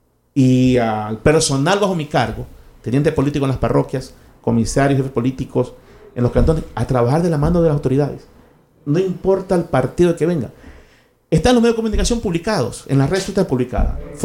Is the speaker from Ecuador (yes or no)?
yes; Portoviejo, Manabí, Ecuador; Yo nací y crecí en Puerto Viejo